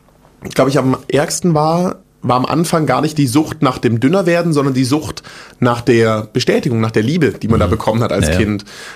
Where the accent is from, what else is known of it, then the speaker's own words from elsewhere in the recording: Großbottwar, Baden-Württemberg, Germany; also born or lived in Stuttgart / Frankfurt; Ich bin in Stuttgart geboren, bin in so einem Kaff aufgewachsen, das heißt Großbottwar. Also will ich da wohnen, was wohnen da 10, 15.000 Leute vielleicht. Bin da mit meiner Family groß geworden, bis ich 10 war.